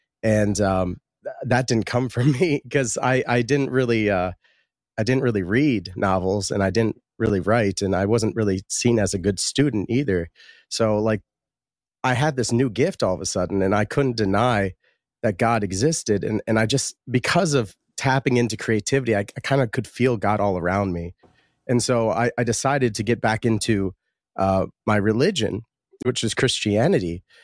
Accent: Harrisburg, Pennsylvania, United States; born there; I was born in Harrisburg, and I was raised a Methodist. And I was baptized that way when I was about 6 months old.

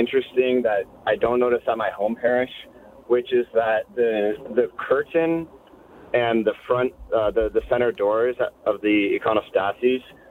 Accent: Sacramento, California, United States; moved away as an adult; now in Los Angeles, United States; I'm not originally. I actually just moved here in July. I graduated school, and I'm from Northern California, Sacramento.

